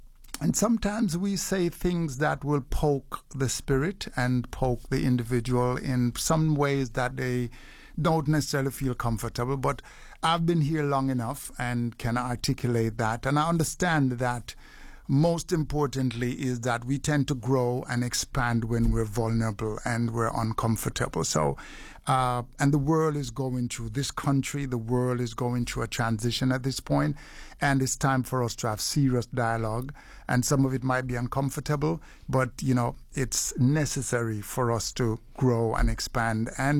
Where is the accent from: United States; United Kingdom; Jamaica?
Jamaica; now in Australia; we hail from Jamaica with, you know, the roots, and it's a part of our, I guess, our genes, you know.